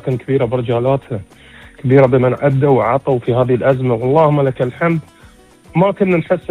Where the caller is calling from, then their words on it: Bahrain; ما في أكثر رقي من بلدي البحرين.